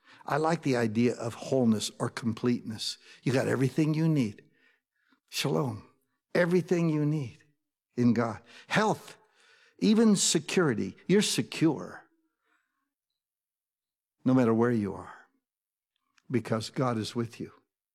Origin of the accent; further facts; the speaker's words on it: United States; we're American. We don't speak Hebrew.